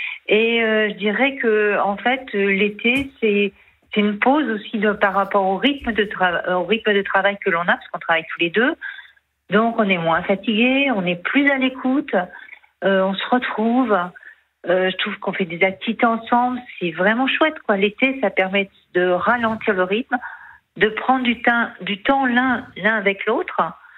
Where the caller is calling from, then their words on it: Bergerac, Nouvelle-Aquitaine, France; Non, j'habite à Bergerac.